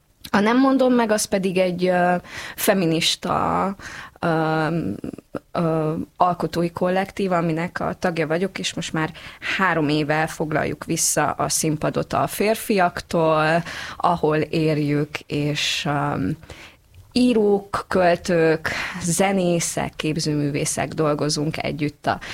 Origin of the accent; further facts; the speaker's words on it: Transylvania, Romania; megjelent két kötetem magyar nyelven, az Ópia és a megvakult angyalok, meg egy románul, mivel erdélyi vagyok, és románul is